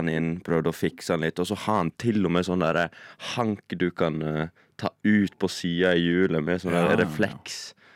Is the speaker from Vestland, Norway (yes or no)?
yes; Leikanger, Vestland, Norway; moved away; hjemme i Leikanger